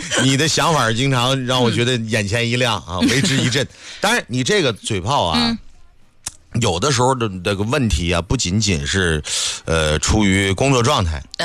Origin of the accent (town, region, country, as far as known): Northeast China, China